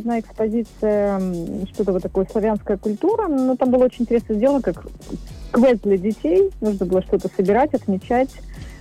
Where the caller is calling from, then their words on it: Murmansk, Murmansk Oblast, Russia